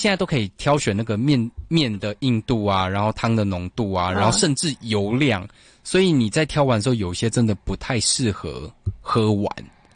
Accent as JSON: {"language": "Chinese", "country": "Taiwan", "said": "以我们台湾人的口味来说，我觉得。"}